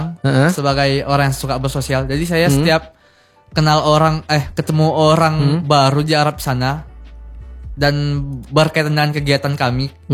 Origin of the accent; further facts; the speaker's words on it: Indonesia; saya kan sebagai perwakilan dari Indonesia lah bang